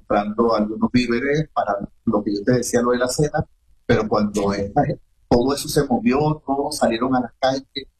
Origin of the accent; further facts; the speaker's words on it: Caracas, Capital District, Venezuela; moved away as an adult; now in San Cristóbal, Venezuela; yo soy caraqueño. Sí, soy caraqueño, tengo toda mi familia en La Vega, en Caracas. Tengo en el Táchira, ya casi voy a cumplir dentro de un año y tanto, voy a cumplir 25 años aquí en el Táchira. Yo el 9 de agosto cumplí 23 años de vida